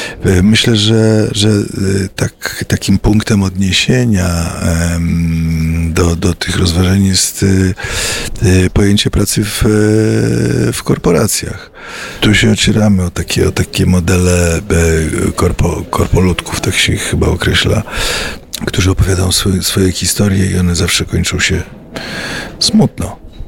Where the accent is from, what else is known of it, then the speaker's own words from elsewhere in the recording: Warsaw, Masovian Voivodeship, Poland; Jestem warszawiakiem, wychowałem się w Warszawie i jeździłem tramwajem 26 za młodu.